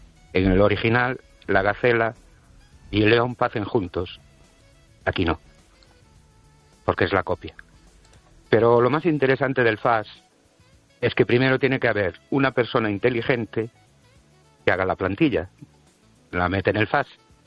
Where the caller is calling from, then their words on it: Brens, Galicia, Spain; de Brens.